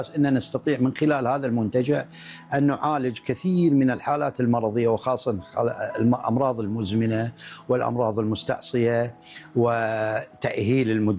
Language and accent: Arabic; Kuwait; ووجود خبراء وكبار في مجال المعالجات الطب البديل عندنا في الكويت